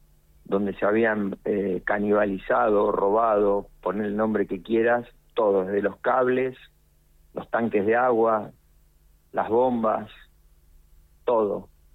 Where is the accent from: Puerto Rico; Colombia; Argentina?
Argentina; nosotros como argentinos somos bastante olvidadizos de algunas cosas.